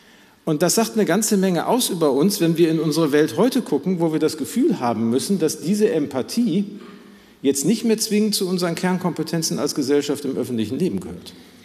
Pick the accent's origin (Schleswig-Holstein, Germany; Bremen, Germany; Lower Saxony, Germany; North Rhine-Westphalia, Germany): North Rhine-Westphalia, Germany; Gelsenkirchen; now in Hamburg, Germany; ich komme aus Gelsenkirchen.